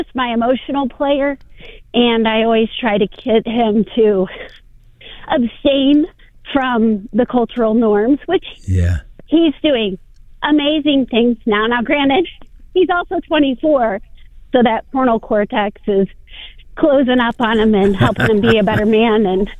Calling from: The Woodlands, Texas, United States; I'm calling from the Woodlands

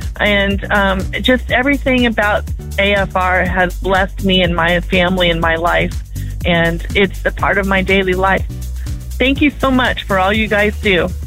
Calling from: Boykins, Virginia, United States; I am from Boykins, Virginia.

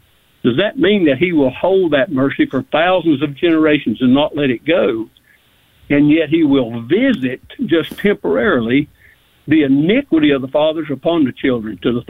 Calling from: Connelly Springs, North Carolina, United States; from Conley Springs, North Carolina.

